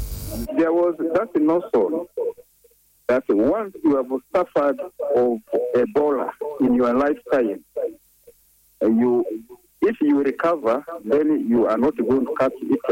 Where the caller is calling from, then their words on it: Kampala, Central Region, Uganda; I'm calling within Kampala.